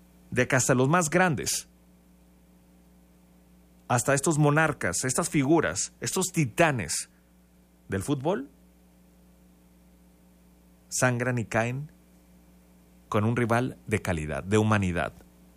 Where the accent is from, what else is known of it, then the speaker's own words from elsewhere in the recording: Mexico; lo que nos importa más a nosotros como sede, como mexicanos